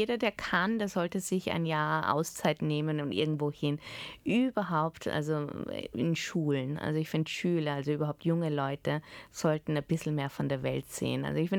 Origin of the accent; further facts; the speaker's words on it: Port Harcourt, Rivers, Nigeria; also born or lived in Lagos; Und haben sie gefragt, wo ich aufgewachsen bin. Da habe ich gesagt, eben Port Harcourt, Lagos und so weiter.